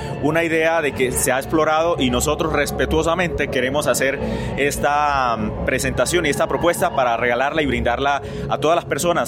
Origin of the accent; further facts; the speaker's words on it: Arauca, Colombia; yo soy de Arauca y desde pequeñito estuve en la finca trabajando llano, compartiendo las faenas llaneras